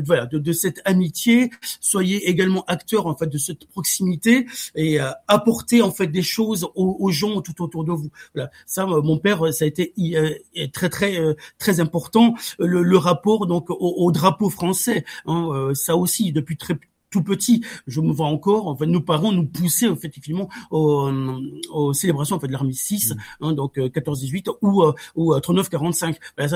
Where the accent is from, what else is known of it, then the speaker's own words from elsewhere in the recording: Occitanie, France; mes parents sont installés en fait dans le sud-ouest de la France, donc en Occitanie, donc dans le Gers, hein, effectivement, dès la fin des années 60